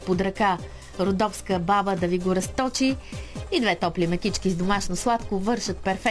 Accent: Northwest Bulgaria, Bulgaria; ние от Северозапада сме си свикнали на видинската класика

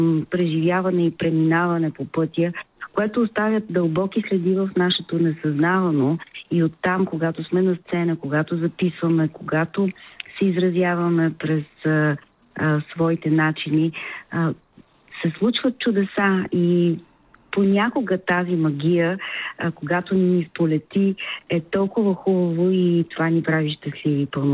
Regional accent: Plovdiv, Plovdiv Province, Bulgaria; now in Sofia, Bulgaria; защото аз съм пловдивчанка и заминах да уча в Софийския университет в София, започнах да пея в джаз клуба в началото на 90-те.

